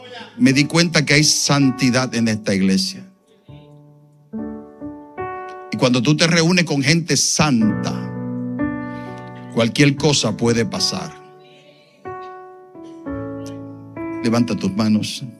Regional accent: Puerto Rico; now in Elizabeth, United States; Y aunque soy puertorriqueño, no hablo como puertorriqueño porque llevo 45 años en Estados Unidos o más

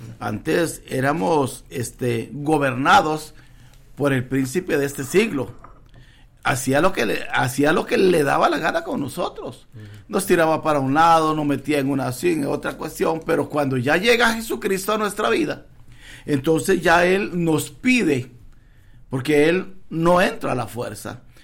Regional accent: Guanacaste, Costa Rica; como yo soy de allá, Guanacaste

